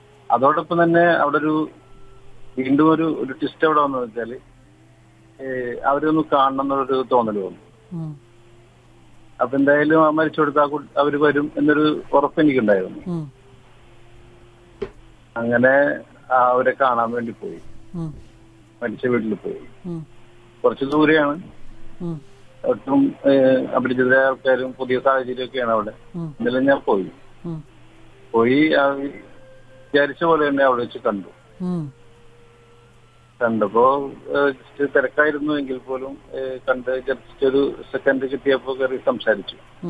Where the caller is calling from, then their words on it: Azhikode, Kerala, India; Azhikode.